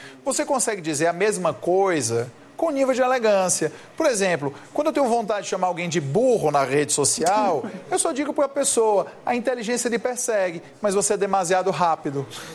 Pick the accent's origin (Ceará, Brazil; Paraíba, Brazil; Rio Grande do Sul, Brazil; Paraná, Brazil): Ceará, Brazil; moved away; lá na minha terra, lá no Ceará